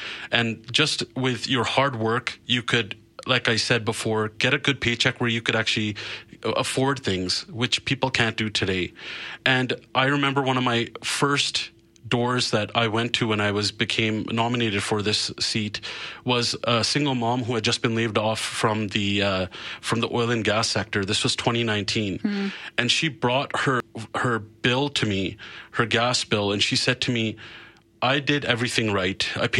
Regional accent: Calgary, Alberta, Canada; I am blessed enough to be able to represent the riding that I grew up

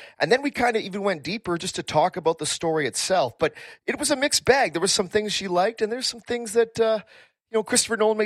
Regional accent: North Vancouver, British Columbia, Canada; I can't get them in any of the good theaters in my hometown of North Vancouver, British Columbia.

